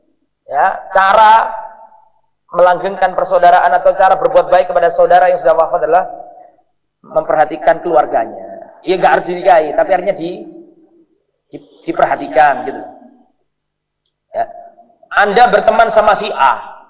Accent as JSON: {"language": "Indonesian", "region": "Java", "country": "Indonesia", "said": "wong saya juga orang Jawa"}